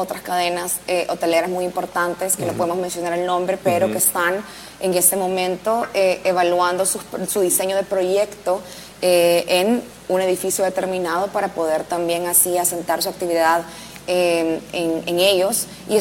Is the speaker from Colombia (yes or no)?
no; El Salvador